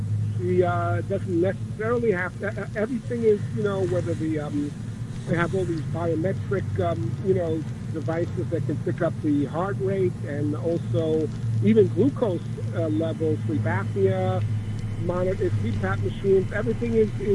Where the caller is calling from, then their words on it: New York, United States; from Manhattan.